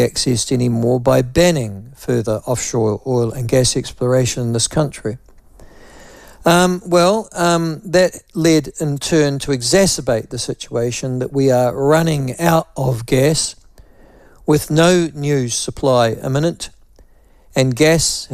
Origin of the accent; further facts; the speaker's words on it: Whanganui, Manawatū-Whanganui, New Zealand; I have to say that when I was a young boy growing up in Whanganui, I think we were the first or one of the first cities or provinces to be converted from what was then coal gas.